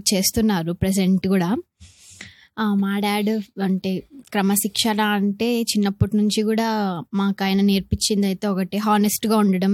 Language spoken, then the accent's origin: Telugu; Madanapalle, Andhra Pradesh, India; moved away as an adult; now in Hyderabad, India; నేను పుట్టింది పెరిగింది అంతా మదనపల్లిలోనే.